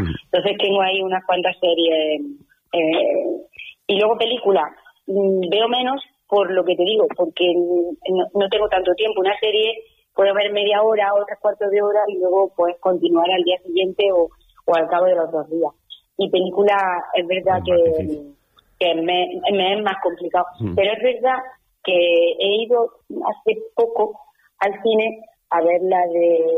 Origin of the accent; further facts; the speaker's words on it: Linares, Andalusia, Spain; mi padre era del Real Madrid y del Linares. Íbamos de pequeño con él aquí al municipal, al estadio municipal Linarejo, y del Real Madrid.